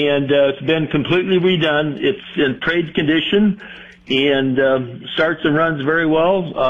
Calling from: Norfolk, Nebraska, United States; from Norfolk.

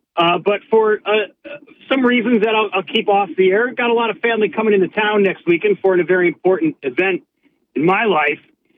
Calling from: Binghamton, New York, United States; from Binghamton.

